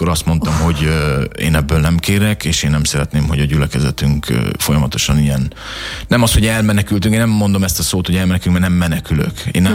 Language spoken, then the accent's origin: Hungarian; Hajdúsámson, Hajdú-Bihar, Hungary; moved away as an adult; also born or lived in Debrecen / England; Én keresztény családban nőttem fel, keresztény otthonban, Debrecen és környéke, Hajdúsámson pontosabban, félig itt, félig ott gyerekként.